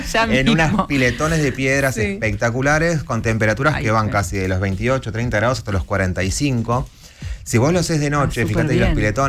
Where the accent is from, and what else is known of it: Argentina